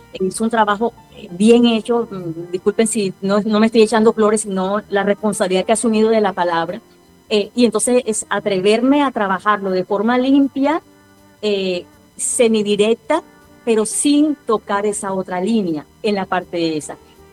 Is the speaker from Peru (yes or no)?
no; Caribbean Region, Colombia; born there; now in Barranquilla, Colombia; yo no soy barranquillera, yo nací en la Sabana del Caribe, pero esta es mi segunda patria, soy hija adoptiva de Barranquilla